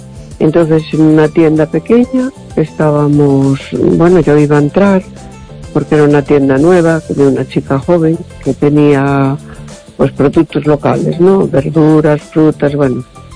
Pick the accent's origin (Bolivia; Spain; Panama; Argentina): Spain; A Coruña, Galicia; Hola, buenas noches. … de La Coruña.